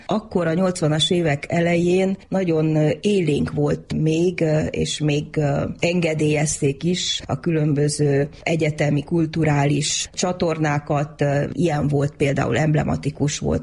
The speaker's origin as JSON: {"language": "Hungarian", "town": "Satu Mare", "region": "Satu Mare County", "country": "Romania", "tie": "born or raised there", "moved": "yes", "lives_now": "Hungary", "said": "Nagyon büszke vagyok rá, hogy a szülővárosom a színházának előadásával nyitottuk meg a MITEM-et méltán, hiszen a Szatmár Németi Haraggyőr Társulat harmadik Richard előadása"}